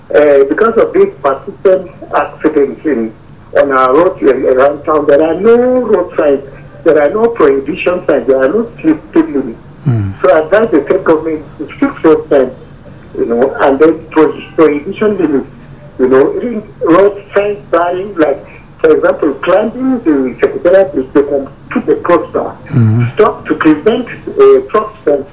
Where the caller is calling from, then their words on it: Nigeria; I'm calling from Redfield.